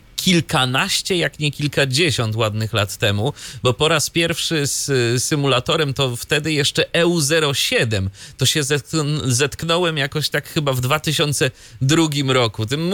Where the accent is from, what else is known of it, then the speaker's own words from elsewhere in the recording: Iława, Warmian-Masurian Voivodeship, Poland; jeden człowiek z mojego rodzinnego miasta, mianowicie z Iławy